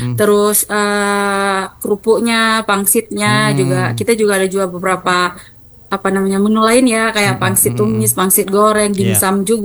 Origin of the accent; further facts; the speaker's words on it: Aceh, Indonesia; orang kita, orang Aceh suka makan mie kan.